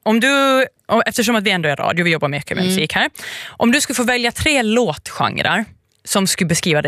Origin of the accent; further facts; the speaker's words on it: Åland Islands; På Åland, där jag kommer ifrån, så brukar man säga, vems flicka är du idag?